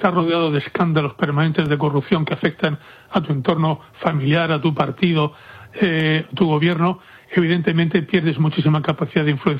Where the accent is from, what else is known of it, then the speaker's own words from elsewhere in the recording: Spain; Que somos españoles y seguimos la actualidad diaria de España